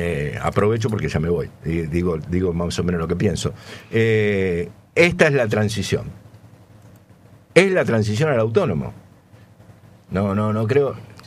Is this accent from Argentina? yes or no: yes; Argentina; nos agrandamos como argentinos